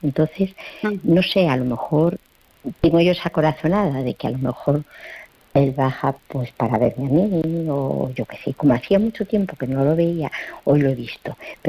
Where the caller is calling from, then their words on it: Cuenca, Castilla-La Mancha, Spain; yo vivo en Cuenca.